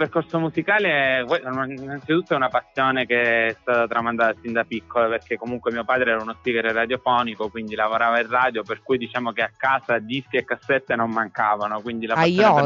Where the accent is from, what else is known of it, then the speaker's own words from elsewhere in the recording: Lipari, Sicily, Italy; Sì, è un pezzo legato alla mia terra, si chiama